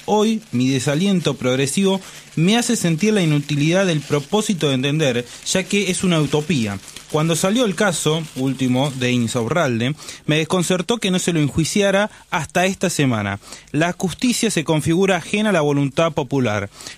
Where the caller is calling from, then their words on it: Río Cuarto, Córdoba, Argentina; de Río Cuarto.